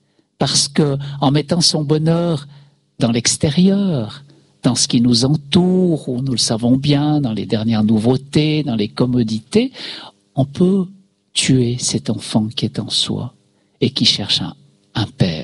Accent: Switzerland; Chez nous en Suisse

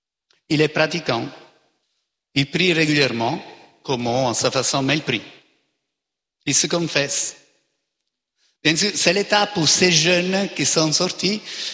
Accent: Italy; Fais attention, pour ceux que je connais de l'Italie, mon pays d'origine, ou de la France, il y en a beaucoup là.

